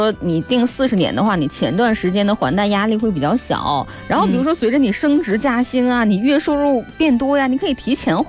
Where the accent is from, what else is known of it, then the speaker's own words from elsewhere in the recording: Northeast China, China; now in Guangzhou, China; 可能我们这个东北地区是不咋喜欢 DIY 的一个地区吧？